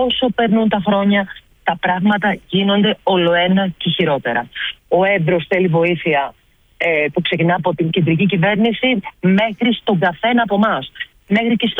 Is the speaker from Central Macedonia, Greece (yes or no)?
no; Piraeus, Attica, Greece; born there; also born or lived in Feres, Evros; γεννήθηκα στον Πειραιά.